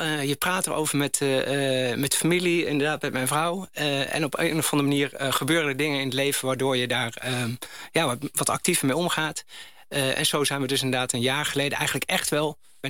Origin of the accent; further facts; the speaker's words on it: Overijssel, Netherlands; also born or lived in Amsterdam; ik ben geadopteerd. En na korte tijd, ik ben dus in Amsterdam geboren. En daarna ben ik opgegroeid in Twente, bij mijn adoptieouders.